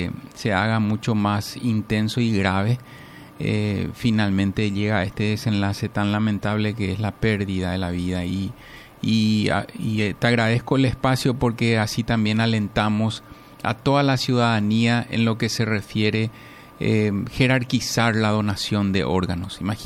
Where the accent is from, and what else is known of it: Paraguay